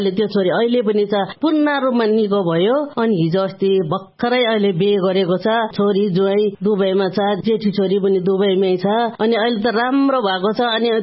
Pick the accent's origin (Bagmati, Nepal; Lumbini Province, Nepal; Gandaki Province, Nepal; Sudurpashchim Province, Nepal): Bagmati, Nepal; Lisyang; अनि मेरो घर चाहिँ लिस्याङको हो, सिन्धुपाल्चोक लिस्याङको, अनि मेरो सन्तानहरू चाहिँ सबै बुद्धिस्ट हो, के अरे लामाहरू हो, अनि म पनि लामाको छोरी हो।